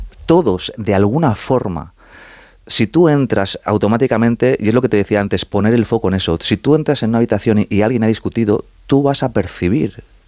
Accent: Madrid, Community of Madrid, Spain; soy madrileño, sí, y mis padres son argentinos

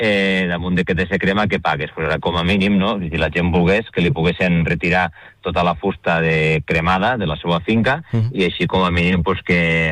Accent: Paüls, Catalonia, Spain; Al meu poble, a Paüls, en concret, n'hi ha 2 empreses.

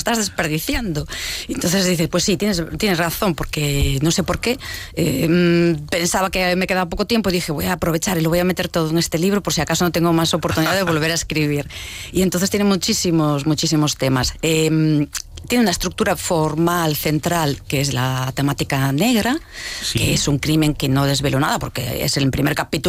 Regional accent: Carballo, Galicia, Spain; also born or lived in Malpica; la zona donde yo vivo, que vivo Costa de Morte, y nací en Malpica, pero bueno, me crié también mucho por la zona de Carballo.

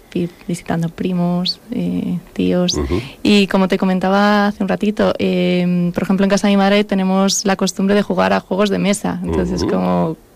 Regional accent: Madrid, Community of Madrid, Spain; born there; Nací en Madrid.

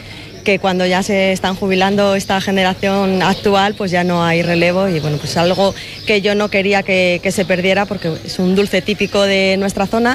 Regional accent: Fuenteguinaldo, Castile and León, Spain; Nosotros somos de Fuente Guinaldo y fuera de Salamanca.

